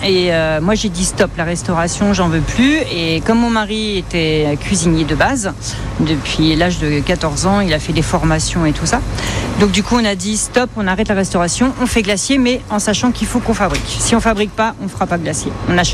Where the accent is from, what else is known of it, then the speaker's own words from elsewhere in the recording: Challans, Pays de la Loire, France; born there; moved away as an adult; also born or lived in Savoie; now in Saint-Gilles-Croix-de-Vie, France; moi je suis née à Chaland, mon mari à Soulan, et on est revenu pour eux, en fait, essentiellement.